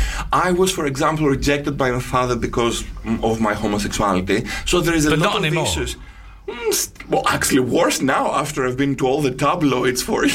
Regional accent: Greece; moved away; my beloved nation, my home country

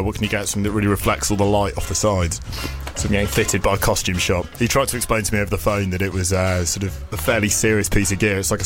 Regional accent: South East England, United Kingdom; We're from sort of all over the country. Al's from Leeds, Henry's from Cornwall, I'm sort of from Kent and things like that.

